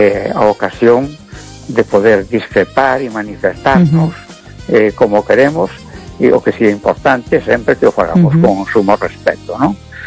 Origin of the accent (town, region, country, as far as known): A Coruña, Galicia, Spain